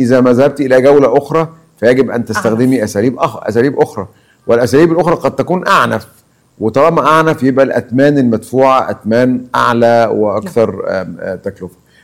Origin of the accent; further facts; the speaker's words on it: Egypt; moved away as an adult; now in Lebanon; على قلوبنا كمصريين